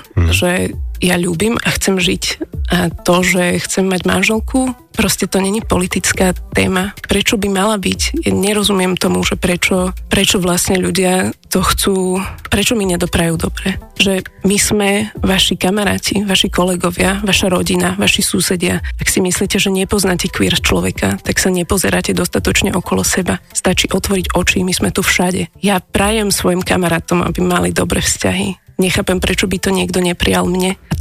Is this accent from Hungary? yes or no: no; Bratislava, Bratislava Region, Slovakia; Moja mama je z Prešova, môj tatino je z Gvinej. Takže, ale ja už som Bratislavčan.